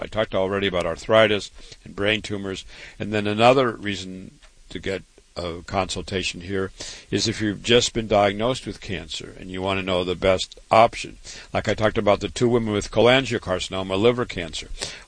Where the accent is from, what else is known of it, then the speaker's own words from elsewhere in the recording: Waterloo, Iowa, United States; I was born and raised in Waterloo, Iowa, home sweet home.